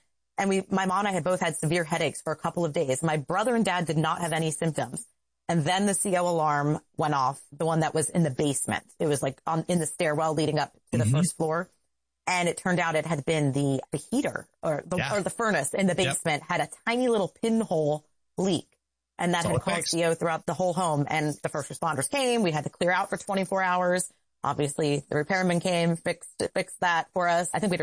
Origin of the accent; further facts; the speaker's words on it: New Jersey, United States; I grew up in New Jersey